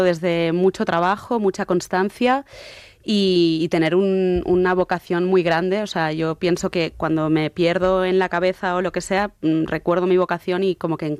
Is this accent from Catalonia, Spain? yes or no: yes; Barcelona, Catalonia, Spain; pero es que la cosa de irte al mar, yo es que soy de Barcelona